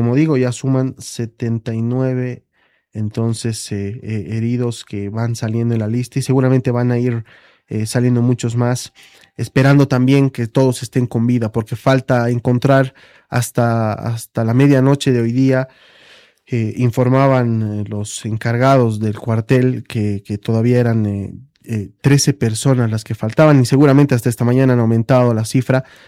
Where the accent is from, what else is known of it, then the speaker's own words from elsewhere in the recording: Bolivia; tenemos que sanar como bolivianos también